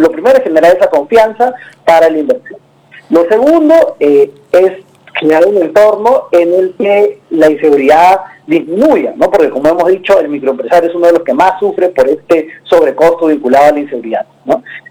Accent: Peru; nosotros como peruanos

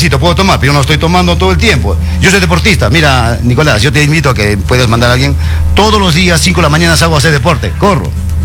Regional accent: Arequipa, Peru; also born or lived in Caylloma; Yo soy arequipeño y tú sabes que Arequipa es otro país.

